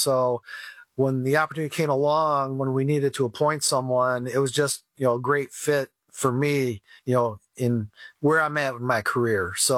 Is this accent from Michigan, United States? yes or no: yes; Lansing, Michigan, United States; I grew up in Lansing and played both sports at Lansing Catholic Central.